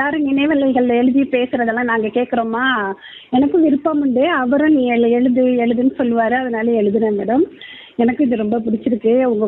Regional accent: Nagapattinam, Tamil Nadu, India; now in Puducherry, India; நான் பிறந்ததெல்லாம் வந்து நாகப்பட்டினம் மேடம். நாகப்பட்டினத்துல நீலாஜாச்சம்மன் கோயில் கிட்ட நீலா கீழ விதிங்கிற தெரு அங்கதான் மேடம் நான் பிறந்து வளர்ந்ததெல்லாம்.

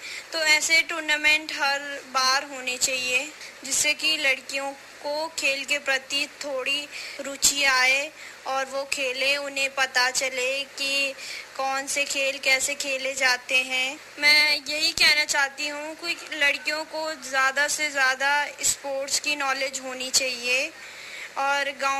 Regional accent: Margaon, Uttarakhand, India; मैं पौड़ी डिस्ट्रिक्ट से हूँ। मेरे गांव का नाम मरगांव है जो कि खिरसू ब्लॉक में आता है।

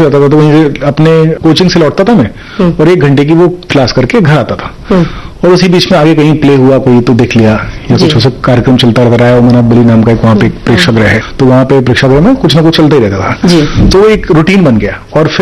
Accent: Konch, Uttar Pradesh, India; accent: Bundelkhandi; moved away as an adult; also born or lived in Gwalior / Lucknow; जब मैं रहने वाला बुंदेलखंड का हूँ, वहीं पढ़ाई पला बड़ा भी वहीं पे हूँ, पढ़ाई भी वहीं से की है। जालौन जिले में एक छोटी सी जगह है कोंच, वहां पे मैंने अपनी 10+2 तक पढ़ाई की, उसके बाद एक साल ग्वालियर था, वहां से लखनऊ आ गए।

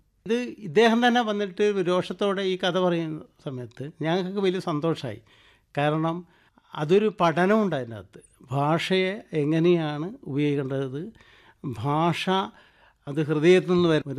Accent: Kannur, Kerala, India; അപ്പോൾ ഞാൻ പറഞ്ഞു കണ്ണൂരിൽ നിന്നാണ്, ഇന്ന സ്ഥലത്ത് നിന്നാണ്.

